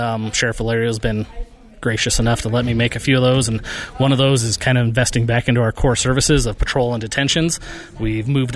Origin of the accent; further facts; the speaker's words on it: Parachute, Colorado, United States; So I was born and raised in Parachute, Colorado. My mom and dad served on the local fire department there for as long as I can remember.